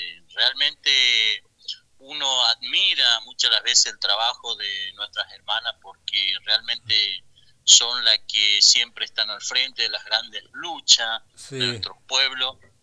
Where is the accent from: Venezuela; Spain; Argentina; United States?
Argentina; La Leonesa, Chaco; no soy de San Bernardo, soy de acá de La Leonesa.